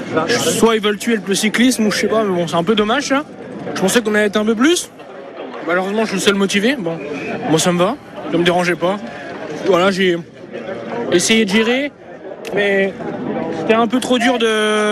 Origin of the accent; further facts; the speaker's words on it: France; c'est une chance incroyable de pouvoir faire ça sur le Tour de France en tant que Français.